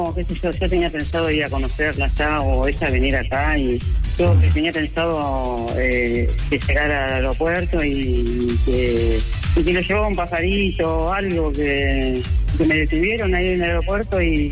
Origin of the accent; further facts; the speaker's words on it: Argentina; Soy argentina.